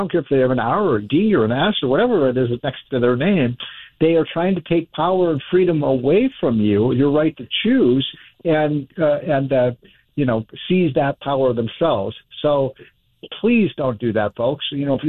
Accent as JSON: {"language": "English", "town": "Chicago", "region": "Illinois", "country": "United States", "tie": "born or raised there", "said": "Chicago, my hometown."}